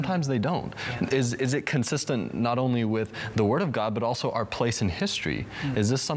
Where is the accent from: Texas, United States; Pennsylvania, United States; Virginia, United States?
Texas, United States; this is from a female in Texas, my home state, greatest state in the world